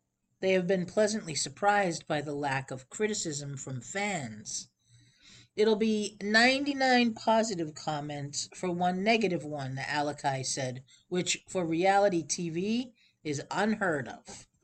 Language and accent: English; Hawaii, United States; born there; Southern California has really good surf year-round, and I was born in Hawaii. So I feel like it's tradition that you have to know how to surf.